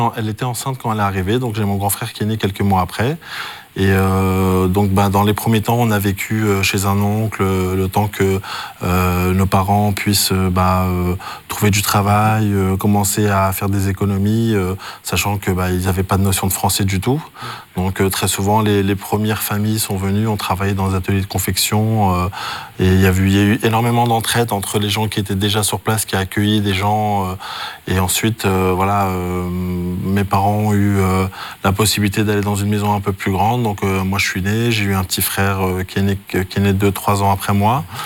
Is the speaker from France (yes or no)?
yes; France; Après moi qui ai grandi et qui suis né et grandi en France